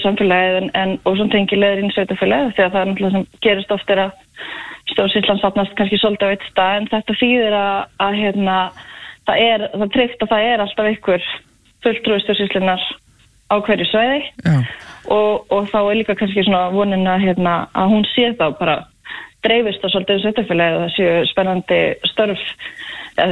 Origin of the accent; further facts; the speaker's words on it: Hella, Southern Region, Iceland; Ég er sunnlendingur, ég er uppalinn á Helli. Já. Flutti hingað 2018.